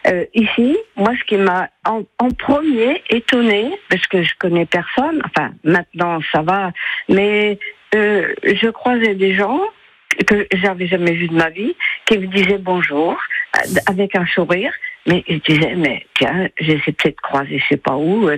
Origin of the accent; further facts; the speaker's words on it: Angers, Pays de la Loire, France; Ah si, on peut le dire, Angers.